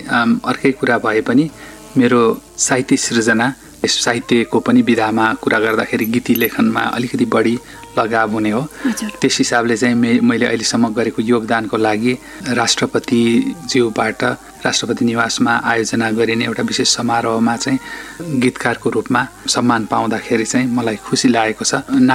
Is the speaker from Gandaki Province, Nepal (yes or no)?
no; Sano Dumma, Koshi Province, Nepal; म गाउँमै जन्मिएँ, हुर्केको, एकदमै गाउँ पनि टिपिकल गाउँ के, दूरदराज भनिन्छ नि नेपाली भाषामा। त्यस हिसाबले चाहिँ त्यो सानोदुम्माको गाउँघरमा जन्मिएको मान्छे हो, अब सामान्य परिवारमा।